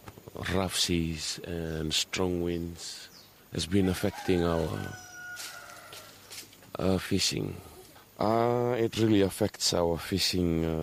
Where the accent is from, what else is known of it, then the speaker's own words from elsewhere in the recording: Naomangi, Fiji; My name is … I'm from Naomangi village.